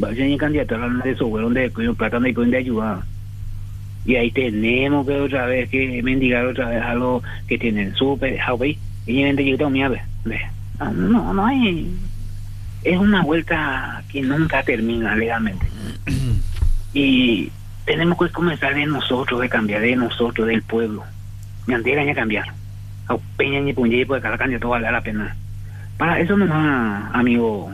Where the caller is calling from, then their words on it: Areguá, Central, Paraguay; yo soy de Areguala